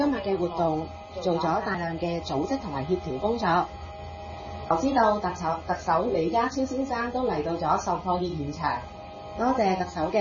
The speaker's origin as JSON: {"language": "Chinese", "country": "Hong Kong", "said": "而身为香港人，"}